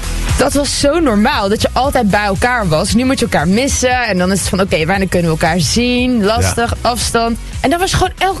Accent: North Brabant, Netherlands; moved away as an adult; We woonden dichtbij een bos, want ik kom uit Brabant.

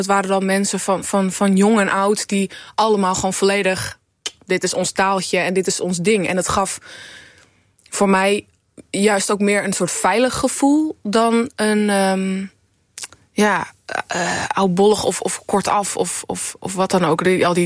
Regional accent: Amsterdam, North Holland, Netherlands; born there; moved away; also born or lived in northern Netherlands; ik ben zelf geboren in Amsterdam. En mijn vader heeft me wel al Fries opgevoed. Maar toen ik hier nog woonde, wilde ik dat niet echt terugspreken. Ik hoorde het wel aan, maar ik sprak Nederlands terug.

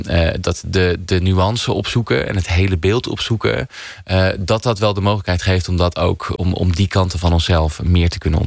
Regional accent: Netherlands; En we zijn als Nederlanders toch wel erg gevoelig voor het gevoel, er wordt ons iets afgepakt, terwijl we het eigenlijk heel erg goed hebben.

